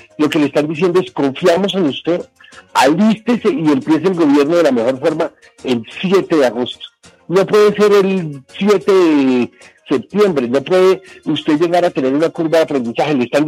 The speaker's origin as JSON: {"language": "Spanish", "country": "Colombia", "said": "yo soy colombiano, quiero que Colombia gane."}